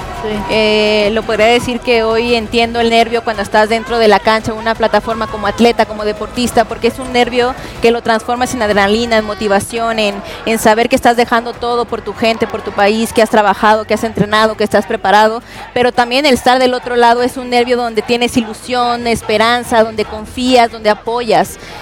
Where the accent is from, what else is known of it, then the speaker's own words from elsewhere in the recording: Mexico; me contagio de todo lo que sentimos como mexicanos, claro. cómo sabemos celebrar, cómo nos encanta siempre decir que somos de México y lo orgulloso que somos de este país.